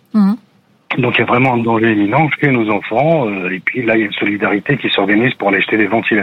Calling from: Montreuil, Île-de-France, France; je vous appelle de Montreuil.

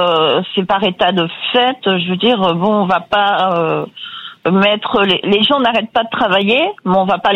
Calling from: Andalusia, Spain; Moi, j'habite en Andalousie depuis 30 ans

